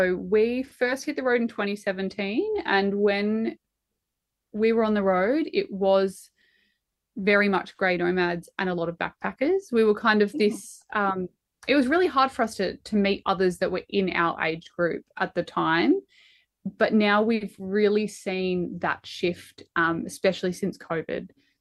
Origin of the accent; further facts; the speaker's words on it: Melbourne, Victoria, Australia; I grew up in Melbourne